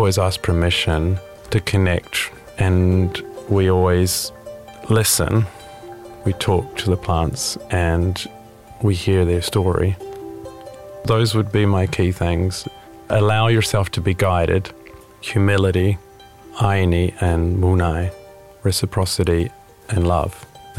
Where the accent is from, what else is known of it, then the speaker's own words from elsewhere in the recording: New Zealand; growing up in New Zealand